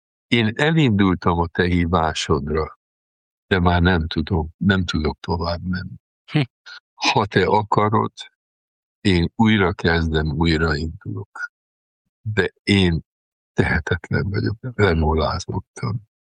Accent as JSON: {"language": "Hungarian", "town": "Sopron", "region": "Győr-Moson-Sopron", "country": "Hungary", "said": "hát most soproni vagyok, egész életemben"}